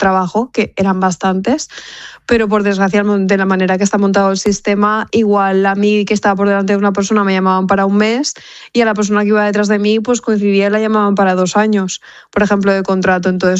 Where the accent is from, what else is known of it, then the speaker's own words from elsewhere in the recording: Valencia, Valencian Community, Spain; moved away as an adult; also born or lived in London; now in Melbourne, Australia; Yo soy de Valencia capital. Oye, de Benimaclet, más exacto.